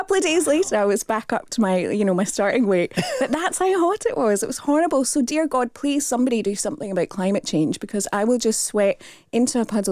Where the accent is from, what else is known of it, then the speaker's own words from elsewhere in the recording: Australia; accent: strong Australian; now in United Kingdom; I grew up in Australia. You can tell from my strong Australian accent.